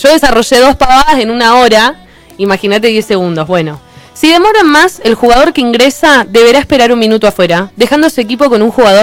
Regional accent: Argentina; ¿Viste cómo somos los argentinos?

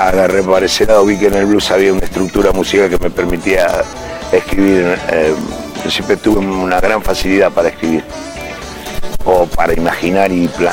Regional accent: Buenos Aires, Argentina; Yo soy de Buenos Aires, ¿no? Como todo el mundo lo sabe.

